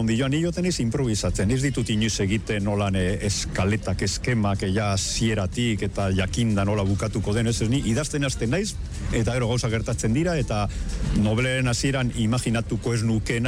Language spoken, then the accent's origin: Basque; Basauri, Basque Country, Spain; also born or lived in Vitoria-Gasteiz; now in Arbizu, Spain